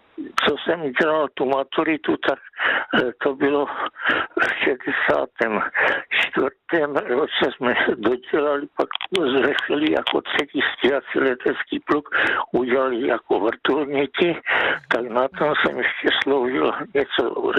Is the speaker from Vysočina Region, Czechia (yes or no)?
no; Ostrava, Moravian-Silesian Region, Czechia; já od mládí jsem byl jako v Ostravě a když jsem chodil do průmyslu, teda do Měšťanky, protože tam jsme se přestěhovali po válce